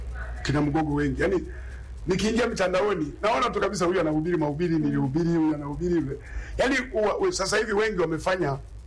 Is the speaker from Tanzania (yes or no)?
yes; Rungwe District, Mbeya, Tanzania; Tumezaliwa huko wilaya ya Rungwe, huo mkoa wa Mbeya. Kuna kijiji kinaitwa Rupepo, kuna kamji kadogo kanaitwa Liale Milimani huko. Ndio tumezaliwa huko.